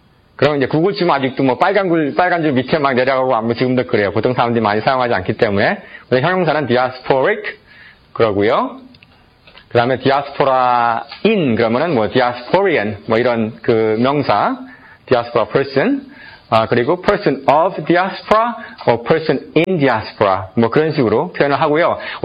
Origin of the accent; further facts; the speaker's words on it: South Korea; born there; 여러분들 다 한국에서 태어났죠. 저도 한국에서 태어났고.